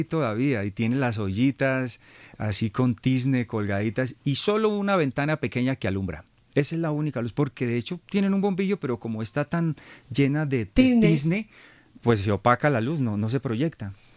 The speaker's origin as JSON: {"language": "Spanish", "region": "Boyacá", "country": "Colombia", "tie": "born or raised there", "said": "donde yo me crié al norte de Boyacá, límites entre Guavita y Capitanejo, allá por el río Chicamocha"}